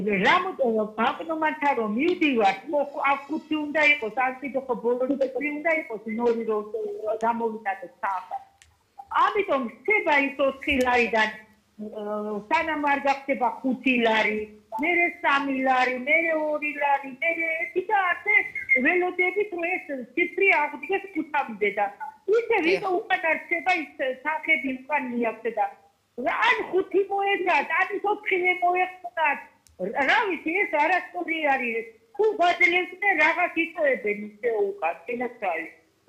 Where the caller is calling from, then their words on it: Sighnaghi district, Kakheti, Georgia; მე მაღალმთიანი რაიონიდან ვარ, სიღნაღის რაიონიდან. ერთი გასაჭირიმა, გენაცვალე, პენსიონერი ვარ.